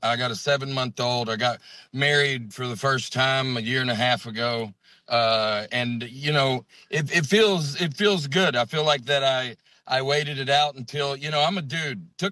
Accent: the South, United States; accent: Southern; now in Manhattan, United States; I mean, my accent, I talk about it on stage. I mean, I get a lot of strays, a lot of projecting. Southern accents about 6 or 7 years ago were doing a lot better for themselves than they are now.

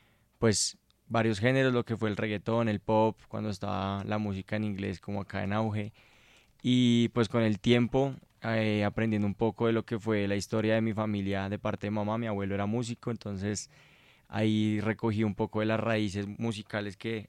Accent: Bogotá, Colombia; No, siempre acá en Bogotá. He conocido ciudades, pero no acá. Desde niño hasta la actualidad.

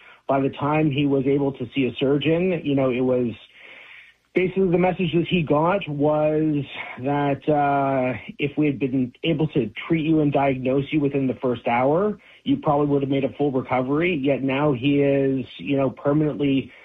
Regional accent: Canada; as a Canadian

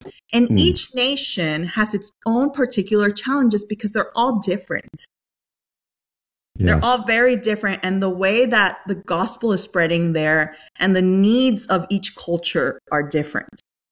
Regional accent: Dominican Republic; now in United States; I come from the Dominican Republic. Mm-hmm. So I grew up there

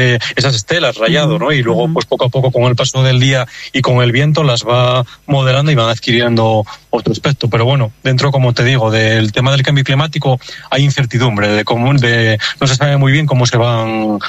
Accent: Asturias, Spain; yo soy de Asturias

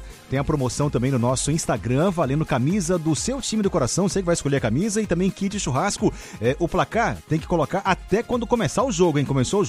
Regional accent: Minas Gerais, Brazil; Eu sou mineiro.

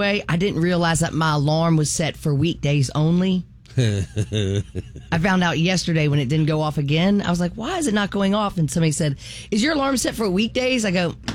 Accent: Memphis, Tennessee, United States; we're from Memphis.

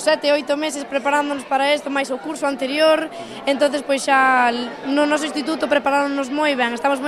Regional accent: Boiro, Galicia, Spain; De Boiro, do Ies Praia Barraña.

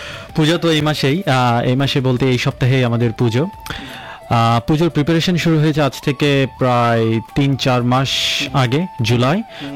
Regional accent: Bangladesh; now in Australia; আমরা বাংলাদেশি হিসেবে নিজেদের কালচারটাকে এখানে তুলে ধরার চেষ্টা করছি

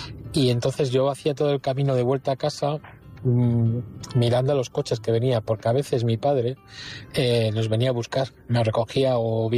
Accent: Madrid, Community of Madrid, Spain; Hola, buenas. … de Madrid.

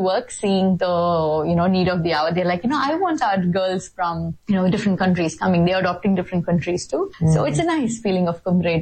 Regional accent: India; born there; I'm an Australian ambassador and head of global partnerships and being in India, you know, where I've born, my motherland.

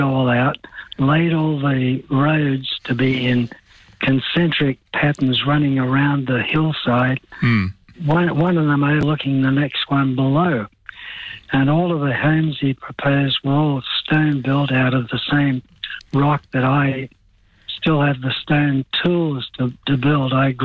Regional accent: Gladstone, Queensland, Australia; also born or lived in Brisbane / Castlecrag; when I came down from Brisbane, actually from further north in Gladstone, with my parents who bought a block of land in Castle Craig and built a home there with an architect.

